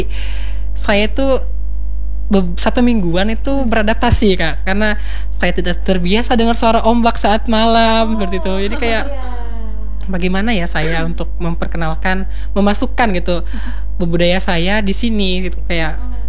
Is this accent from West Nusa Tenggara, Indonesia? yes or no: no; Central Kalimantan, Indonesia; now in Palangkaraya, Indonesia; ketika saya kembali ke daerah saya, ke Katingan